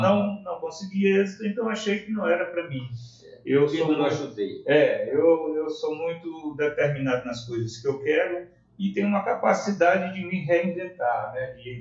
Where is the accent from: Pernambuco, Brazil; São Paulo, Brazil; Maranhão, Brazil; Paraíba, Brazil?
Maranhão, Brazil; Codó; O Codó, eu nasci e me criei aqui, fui educado aqui no Colégio das Irmãs, tá entendendo?